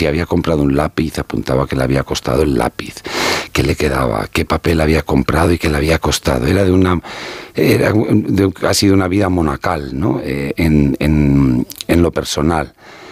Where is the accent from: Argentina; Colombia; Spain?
Spain; y que luego nos da mucha esencia de lo que somos como españoles